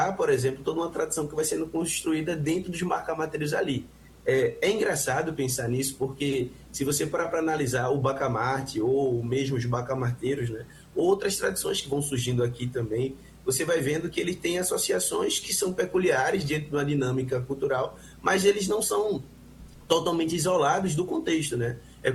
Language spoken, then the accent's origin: Portuguese; Northeast Region, Brazil; com essas características tão nossas aqui do Nordeste